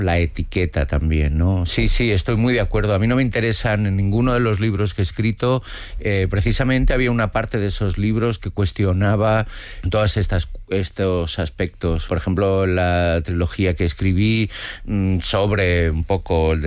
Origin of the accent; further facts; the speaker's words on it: Spain; Yo fui educado en una clase social, como muchos españoles nacidos de padres emigrantes, las periferias industriales de las grandes ciudades, los años 70, y nací en esa clase social y ya no pertenezco a esa clase social